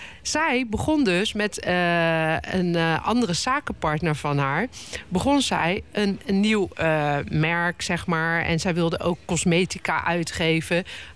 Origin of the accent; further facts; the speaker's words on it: The Hague, South Holland, Netherlands; Wij komen allebei uit Den Haag.